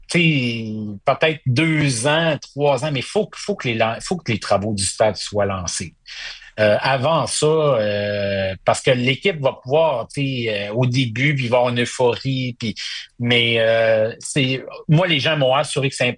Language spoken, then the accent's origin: French; Quebec, Canada; Parce que moi, j'ai grandi au Saguenay.